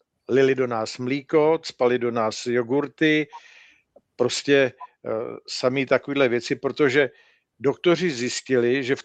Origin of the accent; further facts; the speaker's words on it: Ústí nad Labem, Ústí nad Labem Region, Czechia; Já, když jsem nastoupil na vojnu, tak jsem přišel z Ústí nad Labem do Liptovského Mikuláše.